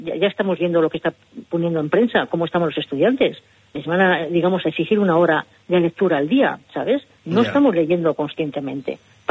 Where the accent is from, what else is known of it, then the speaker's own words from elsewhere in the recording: San Sebastián, Basque Country, Spain; soy de Donosti.